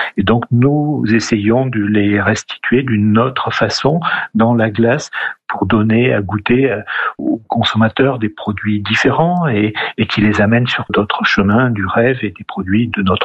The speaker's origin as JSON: {"language": "French", "town": "Saint-Léon-sur-Vézère", "region": "Nouvelle-Aquitaine", "country": "France", "tie": "born or raised there", "said": "Saint-Léon-sur-Vézère, qui est un des plus beaux villages de France et qui est mon village natal."}